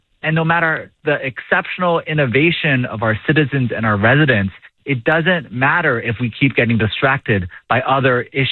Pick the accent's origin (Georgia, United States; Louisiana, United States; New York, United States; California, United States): New York, United States; I was, again, as a New Yorker, there was no way we could let that attack go unanswered.